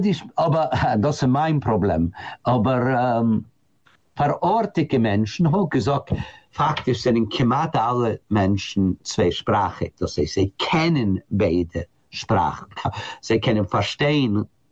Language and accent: German; United States; German is a second language; ich bin doch ein Amerikaner, ich bin nicht kein Russ.